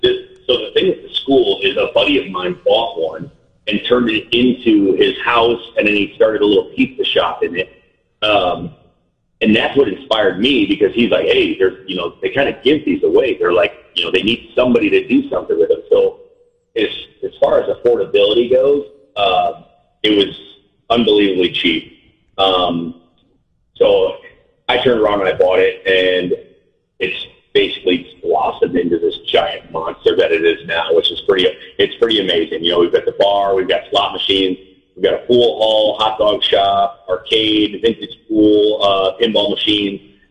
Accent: Elgin, Illinois, United States; now in Las Vegas, United States; I'm from Elgin, Illinois, originally.

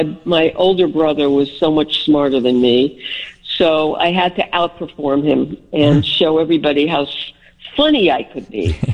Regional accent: Bronx, New York, United States; accent: Bronx; Can you tell that I have a Bronx accent?

